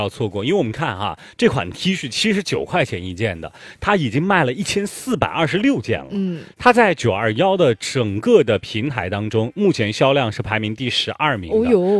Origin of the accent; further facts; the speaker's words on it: Jiangxi, China; 但是我作为江西人